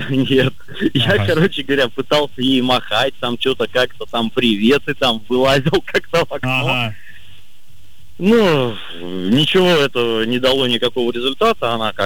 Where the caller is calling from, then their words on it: Magnitogorsk, Chelyabinsk Oblast, Russia; я из Магнитогорска.